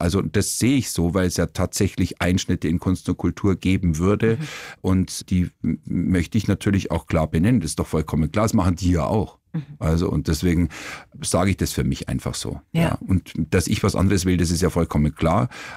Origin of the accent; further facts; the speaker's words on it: Kaufbeuren, Bavaria, Germany; Ich hatte natürlich, 66 geboren und ich hatte natürlich dann schon auch eben damals Schweizer Fernsehen bei uns im Allgäu in Kaufbeuren und österreichisch